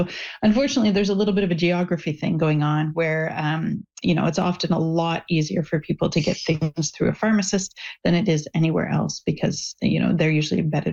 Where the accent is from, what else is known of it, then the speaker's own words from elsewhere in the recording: Hamilton, Ontario, Canada; Hey, when I grew up right near Mohawk College. It's a great place.